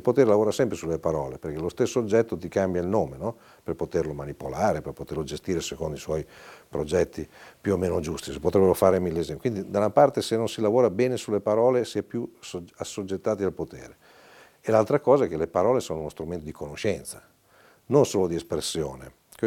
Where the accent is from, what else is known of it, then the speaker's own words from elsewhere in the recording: Forlì, Emilia-Romagna, Italy; a Forlì, la mia città natale, che è la più bella città del mondo